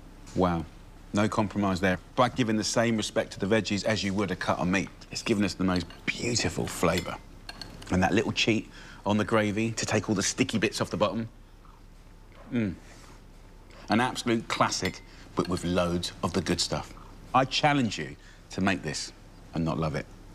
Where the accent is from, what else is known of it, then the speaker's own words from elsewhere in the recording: United Kingdom; I'm being so British, I'm like, which way does the queue start?